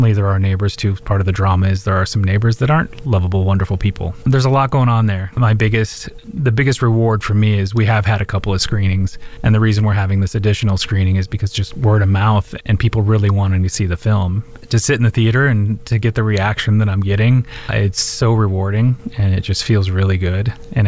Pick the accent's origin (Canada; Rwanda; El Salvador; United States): United States; Des Moines, Iowa; I grew up on the East Side.